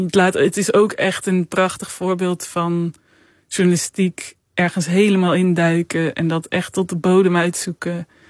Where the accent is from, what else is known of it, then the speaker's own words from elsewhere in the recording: Netherlands; En wij als Nederlanders die daarheen gaan.